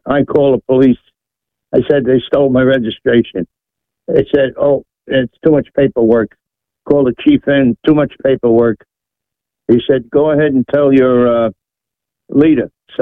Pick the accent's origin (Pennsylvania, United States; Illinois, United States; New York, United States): New York, United States; New York City; now in Washington, D.C., United States; In New York City, that's my hometown.